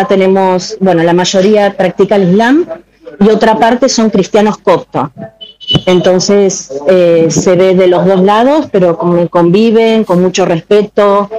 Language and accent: Spanish; Argentina; now in Giza, Egypt